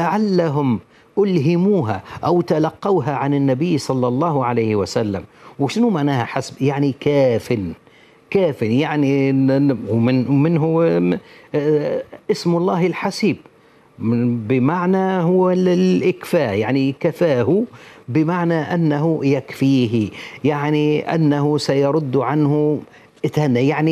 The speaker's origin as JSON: {"language": "Arabic", "country": "Tunisia", "accent": "Tunisian", "said": "كما نقولوا احنا باللهجة التونسية"}